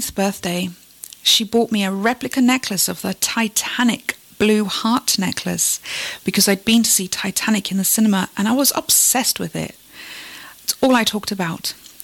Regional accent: England, United Kingdom; born there; I was born in England

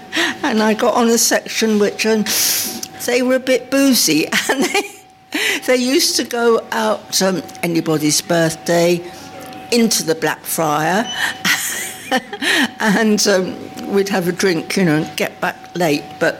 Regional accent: London, United Kingdom; I was brought up in Chelsea. And we lived in the police flats in Chelsea.

